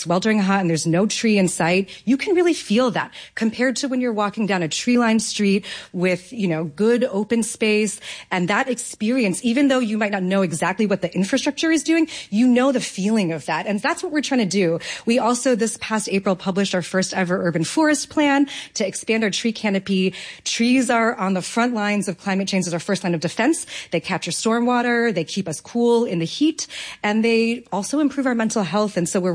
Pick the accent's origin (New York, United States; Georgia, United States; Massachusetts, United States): New York, United States; New York City; as a New Yorker